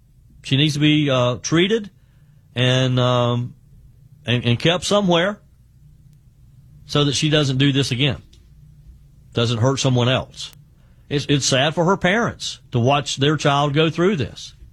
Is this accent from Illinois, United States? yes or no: no; South Carolina, United States; Let's start with Beverly, who is in my home state of South Carolina.